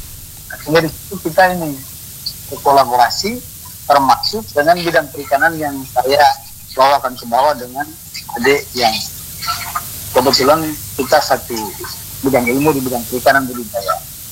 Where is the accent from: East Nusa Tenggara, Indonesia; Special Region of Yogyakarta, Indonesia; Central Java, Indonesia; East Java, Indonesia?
East Nusa Tenggara, Indonesia; Larantuka; Selama saya lahir dan besar di kota Larang Tuka